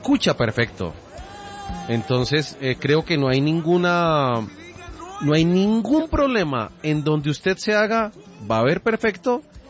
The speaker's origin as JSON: {"language": "Spanish", "country": "Panama", "said": "Yo soy panameño, sí, claro que sí."}